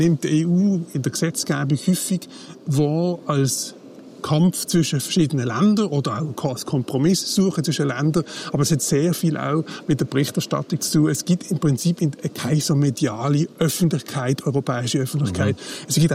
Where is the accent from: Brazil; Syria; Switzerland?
Switzerland; da stellt man sich ab und zu die Frage als Schweizer, ja, was heisst das für uns?